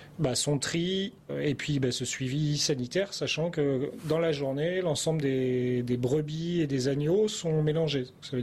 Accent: Avranches, Normandy, France; moved away as an adult; also born or lived in Brittany; je travaillais en Bretagne et donc je souhaitais revenir dans ma région natale. Je suis né à Avranches

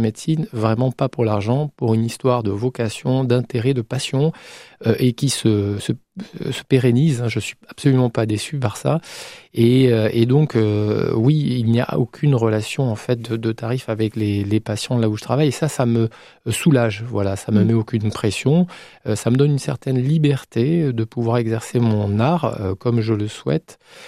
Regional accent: Nouvelle-Aquitaine, France; Oui, alors moi je suis basque d'origine, ma femme est basque, tout nous poussait à nous installer au Pays Basque.

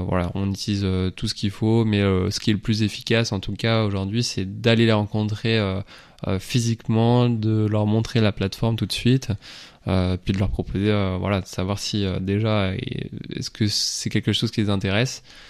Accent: Lorient, Brittany, France; je suis de Lorient, je suis revenu sur Lorient.

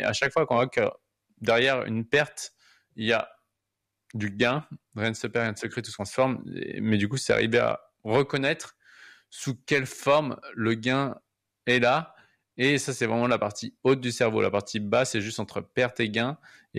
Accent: France; Et donc, chez nous, en France, on est plus en train d'attendre que l'État va nous soutenir

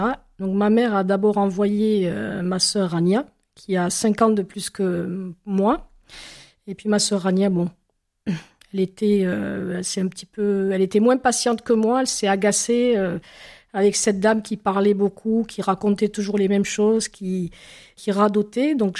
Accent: Albi, Occitanie, France; On a d'abord habité au centre-ville d'Albi. Ce n'est qu'en 1979 qu'on a déménagé à Cantepo.

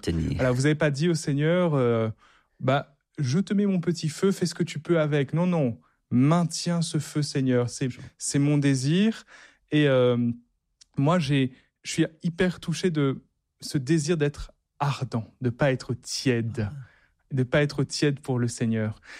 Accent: Réunion; Ça me touche particulièrement parce que moi, je suis réunionnais et Saint François Xavier, c'est le saint patron du diocèse de la Réunion.

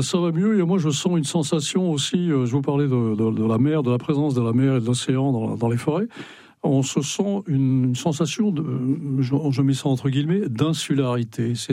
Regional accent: Brittany, France; la Bérilduth, qui est le village de mon enfance dans le Finistère Nord.

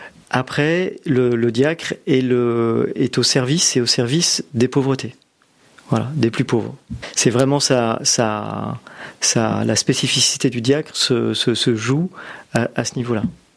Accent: Melle, Nouvelle-Aquitaine, France; je suis originaire de Deux-Sèvres. Ouais, je suis né à Mel et mes parents sont originaires des Deux-Sèvres, mais cependant, ma maman est née à Mont, en Touraine

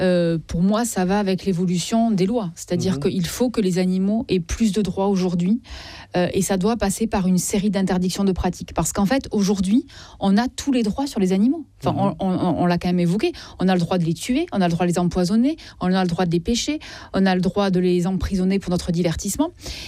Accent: Southwest France, France; Je suis du Sud-Ouest.

